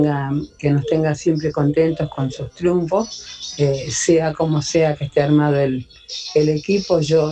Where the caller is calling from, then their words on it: Quilmes, Buenos Aires Province, Argentina; de Quilmes.